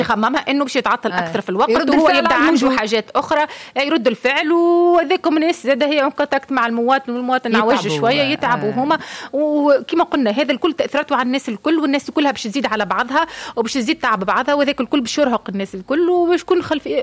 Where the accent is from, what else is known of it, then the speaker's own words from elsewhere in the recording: Tunisia; احنا تونسي